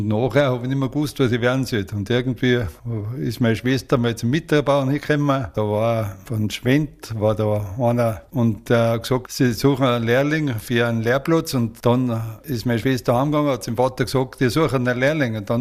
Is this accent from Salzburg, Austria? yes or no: no; Wildschönau, Tyrol, Austria; Manchmal denke ich, da kann ich wieder in meiner Heimatgemeinde Wildschönau.